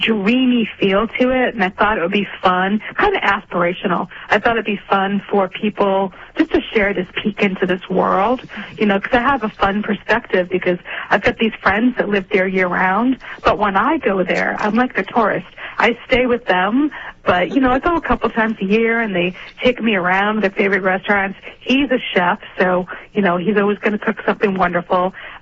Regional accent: Cape Cod, Massachusetts, United States; I grew up on the Cape.

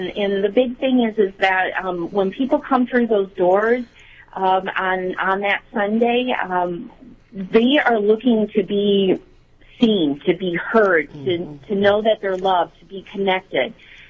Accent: Detroit, Michigan, United States; now in Lafayette, Alabama, United States; we're from Michigan, and I'm from Detroit myself.

